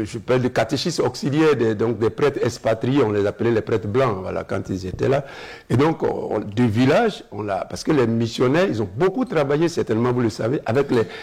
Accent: Guitry, Lôh-Djiboua, Côte d’Ivoire; now in Abidjan, Côte d'Ivoire; je suis originaire de la région du Lodibois, voilà, qui a comme grande ville d'Ivo, pour situer ceux qui ne connaîtraient pas la Côte d'Ivoire ou la région. Voilà, et je suis précisément donc de la préfecture et de la sous-préfecture de Guitry.

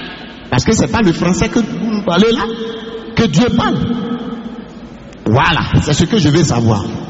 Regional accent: Yamoussoukro, Côte d’Ivoire; first language Baoulé; French is a second language; Moi, je parle le baoulé, puisque je viens de Yamoussoukro, je parle le baoulé.

